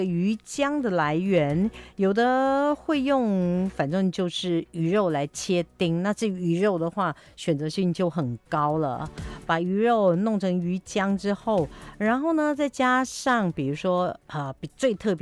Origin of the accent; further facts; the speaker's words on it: Taiwan; 有的人形容说有点类似台湾小吃里头我们常说的甜不辣，